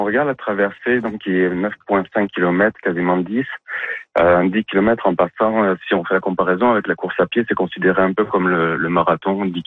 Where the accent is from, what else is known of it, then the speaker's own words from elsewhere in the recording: Dalhousie, New Brunswick, Canada; Sinon, je viens de la région de Dalhousie.